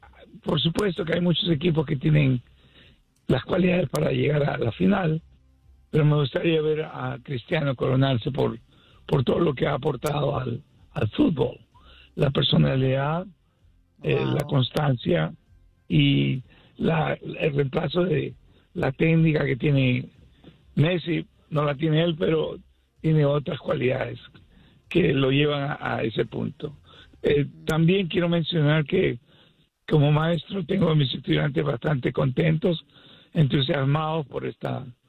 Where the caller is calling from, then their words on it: New York, United States; le hablo de Brooklyn, Nueva York.